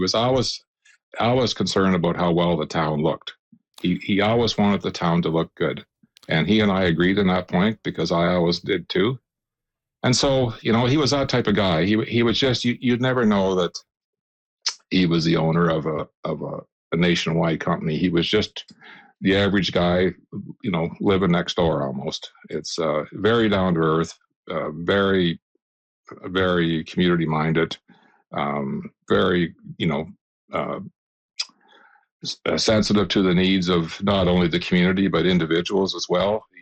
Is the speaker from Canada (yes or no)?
yes; Gore Bay, Ontario, Canada; I was born and raised in Gore Bay.